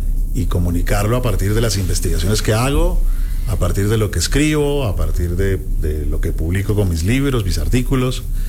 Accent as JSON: {"language": "Spanish", "region": "Bogotá", "country": "Colombia", "said": "Vengo desde Colombia."}